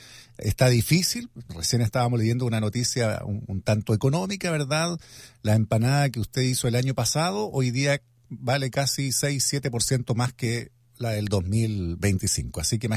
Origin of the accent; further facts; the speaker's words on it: Chile; Que se note que somos chilenos.